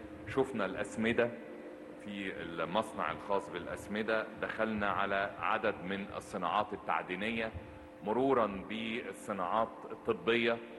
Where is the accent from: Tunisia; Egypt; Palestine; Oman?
Egypt; كلنا كمصريين كنا بنتعلم في الكتب الدراسية